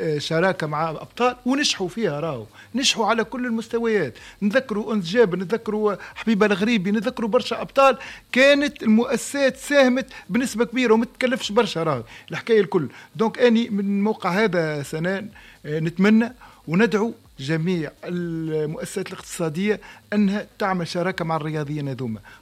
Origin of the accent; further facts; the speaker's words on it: Tunisia; احنا بالنسبة في تونس